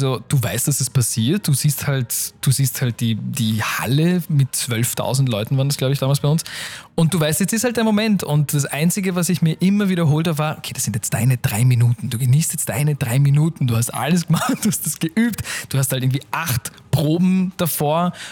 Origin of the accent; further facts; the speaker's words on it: Austria; okay, ich bin Österreicher, ich repräsentiere sehr gerne mein eigenes Land.